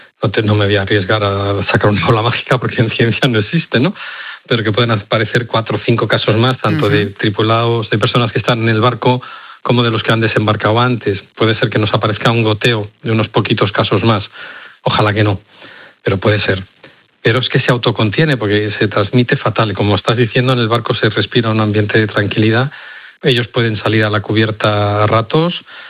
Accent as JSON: {"language": "Spanish", "town": "Madrid", "region": "Community of Madrid", "country": "Spain", "lives_now": "Seville, Spain", "said": "porque aunque estoy en Sevilla soy madrileño, y mis padres viven al lado"}